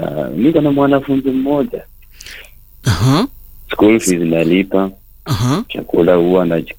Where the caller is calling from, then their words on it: Uasin Gishu County, Kenya; balozi wa Uasin Gishu County.